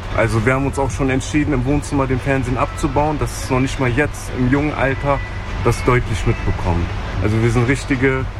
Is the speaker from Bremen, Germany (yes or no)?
yes; Bremerhaven, Bremen, Germany; Also ich komme hier aus Bremerhaven auch her. Ich bin hier groß geworden auf dem Lande.